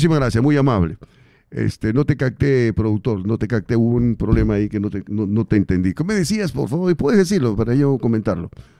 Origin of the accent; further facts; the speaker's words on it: Peru; somos los peruanos